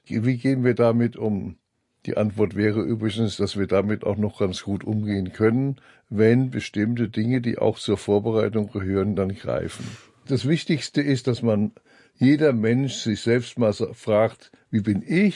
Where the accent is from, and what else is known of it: Darmstadt, Hesse, Germany; born there